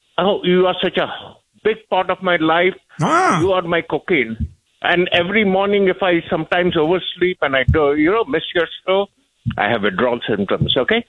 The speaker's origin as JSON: {"language": "English", "country": "India", "said": "I'm from India."}